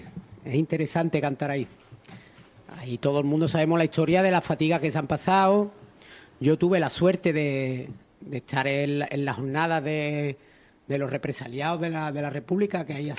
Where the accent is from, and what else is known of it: El Puerto de Santa María, Andalusia, Spain